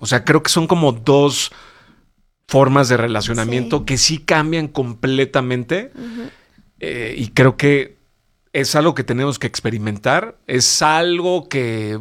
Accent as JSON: {"language": "Spanish", "country": "Mexico", "said": "creo que nuestro, de los mexicanos, es esta parte familiar"}